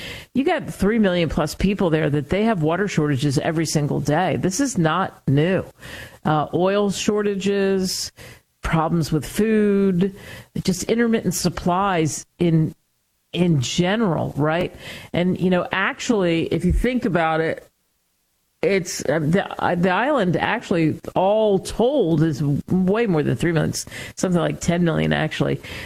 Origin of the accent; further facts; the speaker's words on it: Pennsylvania, United States; I grew up outside the Philly area, but I'm a huge hockey nut.